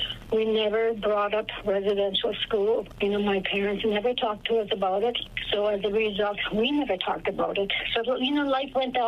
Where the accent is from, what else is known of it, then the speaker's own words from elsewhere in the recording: Aklavik, Northwest Territories, Canada; I was born a twin on December 31st, 1953 in the Klavik. We grew up on my mom and dad's trap line.